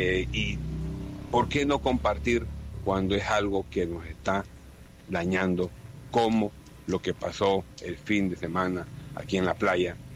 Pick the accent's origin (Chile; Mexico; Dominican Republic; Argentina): Mexico; Ciudad del Carmen, Campeche; el gran amor que tenemos a Ciudad del Carmen, porque nosotros sí somos de Ciudad del Carmen, nosotros sí nacimos de Ciudad del Carmen, nosotros sí corrimos entre Conchuela de Ostión sin zapatos, porque nosotros sí realmente amamos a nuestra isla.